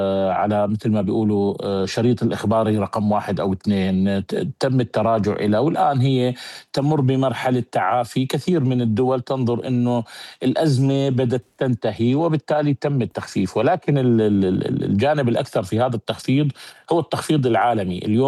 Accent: Syria; ولكن كما يعني قلنا لابد نحن كسوريين سواء المنظمات والناس أن تلجأ إلى العودة إلى الأساس وهو الإنتاج

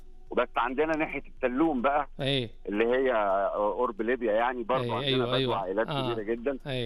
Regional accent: Nile Delta, Egypt; احنا كفلاحين من اهل الدلتا

